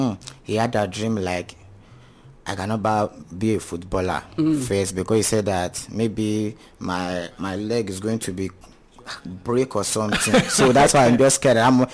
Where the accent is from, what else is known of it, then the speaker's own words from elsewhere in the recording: Ibadan, Oyo, Nigeria; So I'm from Nigeria, Lagos, especially Ibadan. I'm from Ibadan.